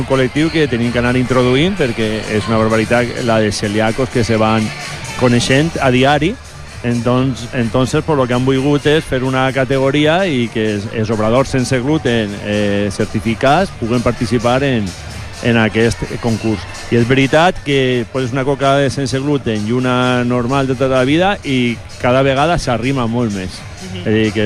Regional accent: Santa Pola, Valencian Community, Spain; Jo soc de Santa Pola

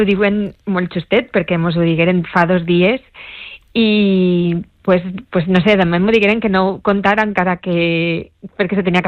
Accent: Valencian Community, Spain; per a mi com a valenciana

